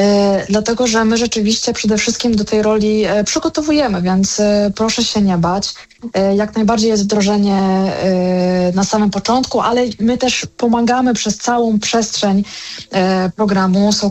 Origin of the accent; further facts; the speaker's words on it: Kraków, Lesser Poland, Poland; Ojeju, ja jestem z Krakowa i mogłoby się wydawać, że Kraków to jest takie z pewnością jedno z zamożniejszych miast.